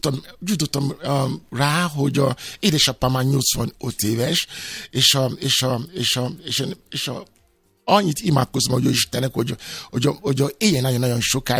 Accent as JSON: {"language": "Hungarian", "country": "Nigeria", "second_language": "Hungarian", "moved": "as an adult", "lives_now": "Hungary", "said": "Hazatértem Nigériából."}